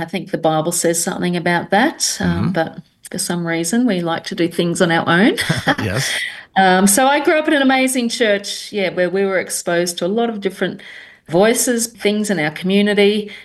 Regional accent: Toowoomba, Queensland, Australia; I was born and raised here in Toowoomba, beautiful city in Australia. We've come and gone to different places, but I always seem to keep coming back to Toowoomba.

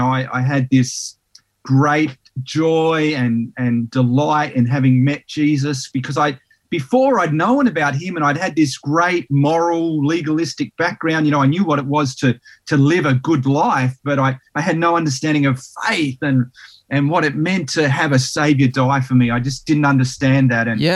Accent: Sydney, New South Wales, Australia; also born or lived in Tasmania; Yeah, I was born in Sydney in New South Wales, and spent about 7 years there. Then we moved to Tassie for about 5 years, and we moved around a lot.

